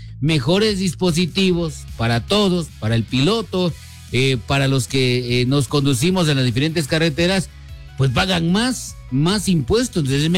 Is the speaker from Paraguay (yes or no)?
no; Guatemala; soy guatemalteco